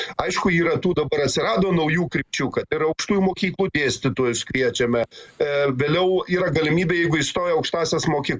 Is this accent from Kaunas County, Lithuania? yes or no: yes; Kaunas, Kaunas County, Lithuania; Kaune mes, aš kaunietis